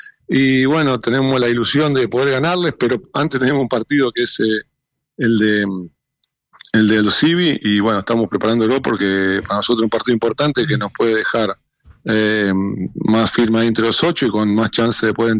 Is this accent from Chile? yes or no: no; Argentina; que el 100% de los argentinos nos sentimos identificados con lo que ellos hacen. Porque nosotros somos eso, los argentinos.